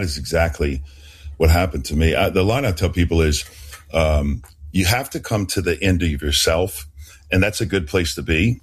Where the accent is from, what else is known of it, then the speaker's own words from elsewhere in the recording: New Orleans, Louisiana, United States; I was raised in New Orleans and Roman Catholic, very religious, went to church every Sunday